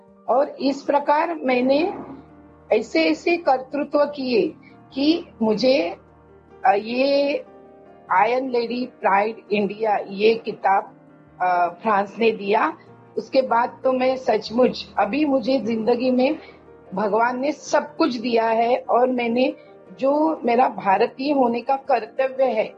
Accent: Sindhudurg district, Maharashtra, India; मैं सिंधुदुर्ग जिला के सरंबल गांव से बिलोंग करती हूँ, कुडाल तालुका है हमारा, तो उस विलेज में हर घर का एक आदमी मिलिट्री में है।

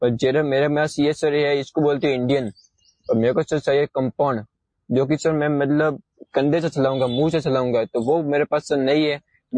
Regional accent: Sanwara, Rajasthan, India; मैं सर सिरोही जिले से हूँ और सर मेरा गांव है सनवाड़ा, जो कि अपने देवधर तहसील में आया था।

